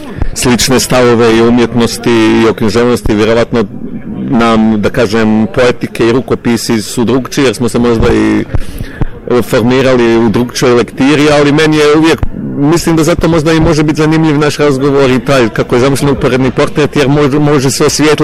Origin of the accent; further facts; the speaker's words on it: Travnik, Central Bosnia Canton, Bosnia & Herzegovina; moved away as an adult; now in Belgrade, Serbia; Da, ja sam Bosanac, on je Hercegovac. Imamo sigurno taj zavičajni moment, jeste poveznica, međutim, da kažem, mi smo i na različite načine možda došli u Srbiju, u Beograd, on je došao baš kao dijete sa 6-7 godina, ja sam došao kao odrasla osoba